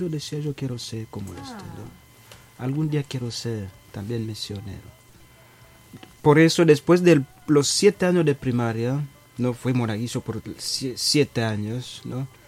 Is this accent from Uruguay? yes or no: no; Tanzania; moved away as an adult; also born or lived in Kenya; salí de Tanzania, empecé mi formación en un país que se llama Kenia, ¿no?